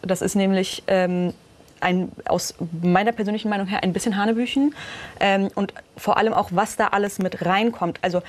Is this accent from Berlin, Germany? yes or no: yes; Berlin, Germany; Und das möchte ich auch als Berlinerin wirklich auch wissen.